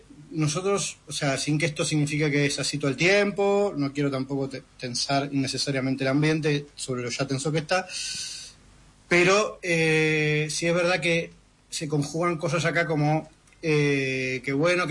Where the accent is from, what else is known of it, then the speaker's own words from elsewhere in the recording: Argentina; Sobre que los argentinos éramos delincuentes, delincuentes de alto standing